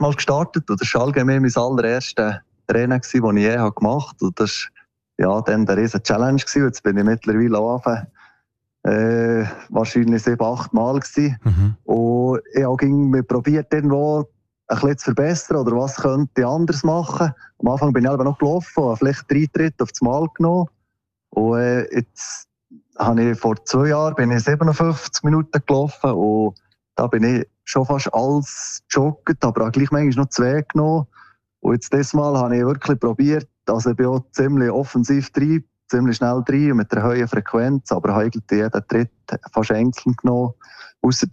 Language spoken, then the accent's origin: German; Adelboden, Bern, Switzerland; Und bei uns in Adelboden gibt es entweder Hache oder Ruche.